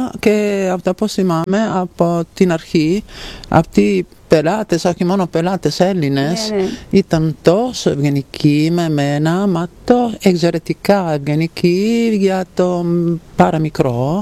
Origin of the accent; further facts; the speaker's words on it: Italy; Greek is a second language; moved away as an adult; αφού είχα σπουδάσει τα αρχαία, τα παλιά, στο Λύκειο, στην Ιταλία.